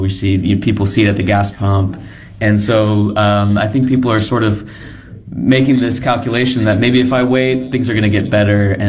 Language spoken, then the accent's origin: English; Austin, Texas, United States; You know, I'm from Austin. We've seen that market really cool down.